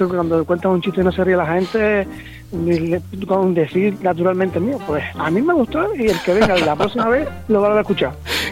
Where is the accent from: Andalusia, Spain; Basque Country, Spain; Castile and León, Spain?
Andalusia, Spain; Jerez de la Frontera; also born or lived in Las Palmas de Gran Canaria; now in Canary Islands, Spain; Yo nací en Las Palmas, Gran Canaria, en la clínica del Pino, el día de Santa Rita. O sea, se puede ser más canario. Lo que pasa es que mi padre era de Cádiz y me crié en Jerez. Pero tengo parte, de hecho mi abuelito es de la Isleta